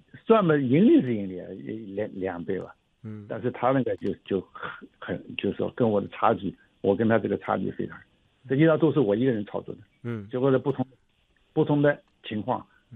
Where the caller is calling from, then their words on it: Hangzhou, Zhejiang, China; 我是杭州的